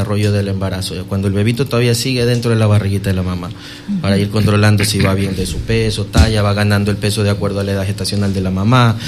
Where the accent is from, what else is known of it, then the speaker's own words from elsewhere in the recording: Quevedo, Los Ríos, Ecuador; born there; cuando yo estudié aquí, ¿no? Éramos pocos los que tuvimos la oportunidad de salir de Quevedo